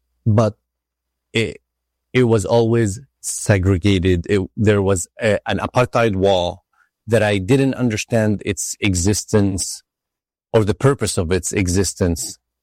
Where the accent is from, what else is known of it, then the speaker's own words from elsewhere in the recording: Tulkarm, West Bank, Palestine; So I was born in Palestine in a small town called Tul Karim, and it is a border town like 15 minutes away from the city of Netanya.